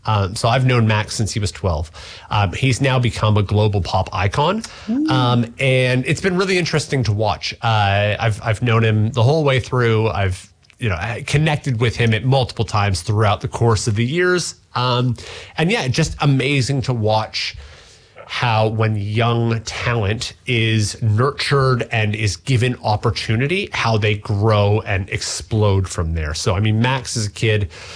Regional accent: Canada; as a Canadian

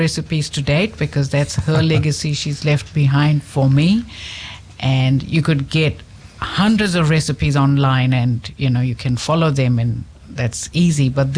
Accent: Maharashtra, India; So our Indian education system makes sure that we know English, because we're in an English medium school.

